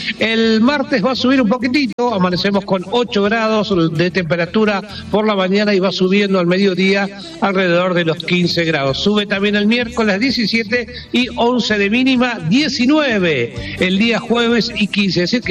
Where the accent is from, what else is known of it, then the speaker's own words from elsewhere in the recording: Bolívar, Buenos Aires Province, Argentina; yo soy de Bolívar